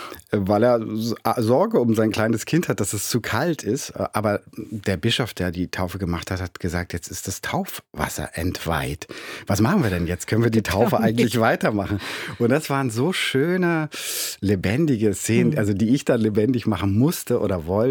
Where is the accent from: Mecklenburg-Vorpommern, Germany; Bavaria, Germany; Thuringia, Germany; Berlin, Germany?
Mecklenburg-Vorpommern, Germany; Schwerin; Also in meiner Heimatstadt Schwerin gibt es die Schliemann-Terrassen und eine Schliemann-Büste vor einer Schule, die früher quasi das Gymnasium war.